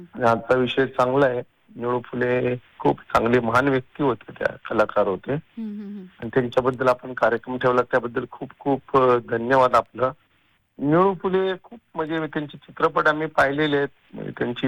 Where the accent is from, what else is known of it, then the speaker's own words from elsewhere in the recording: Fakrabad, Maharashtra, India; now in Badlapur, India; अहिल्यानगर जिल्ह्यातला मी, जामखेड तालुका आमचा, फकराबाद हे आमचं गाव. आता स्थायिक सध्या बदलापूरला आहे आणि सध्या मी जर्नलिस्ट आहे.